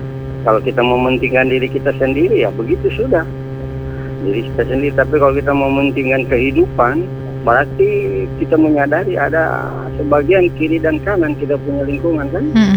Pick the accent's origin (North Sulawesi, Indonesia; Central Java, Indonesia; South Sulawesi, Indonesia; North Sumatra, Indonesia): North Sulawesi, Indonesia; kalau di kampung saya bunda, di Sulawesi Utara dulu